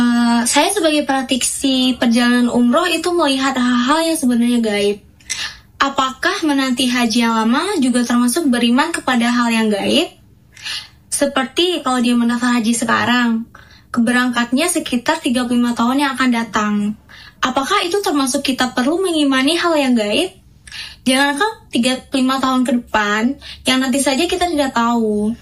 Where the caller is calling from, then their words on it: South Tangerang, Banten, Indonesia; Saya berasal dari Tangerang Selatan.